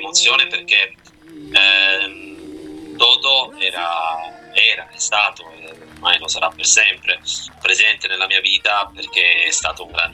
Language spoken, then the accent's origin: Italian; Sicily, Italy; born there; also born or lived in Germany; io sono siciliano doc, però sì, nato in Germania, cresciuto per qualche anno lì e poi sono ritornato insieme ai miei genitori qui in Sicilia, insomma, poi a parte poi il mio lavoro che mi ha portato in giro per il mondo, però adesso mi ritrovo di nuovo in Sicilia da un paio d'anni, sono rientrato nella base.